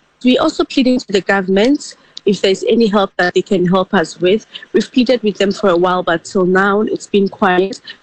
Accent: Durban, KwaZulu-Natal, South Africa; born there; Actually, I came to South Africa when I was very young. I grew up in South Africa and I studied here in South Africa. So I came here when I was very young

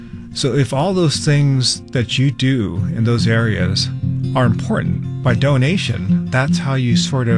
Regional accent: Holiday, Utah, United States; I'm from Holiday, Utah.

